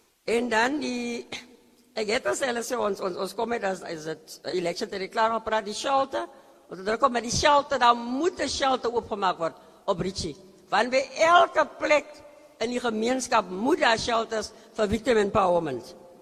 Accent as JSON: {"language": "Afrikaans", "town": "Kimberley", "region": "Northern Cape", "country": "South Africa", "said": "ek is van Roodepan."}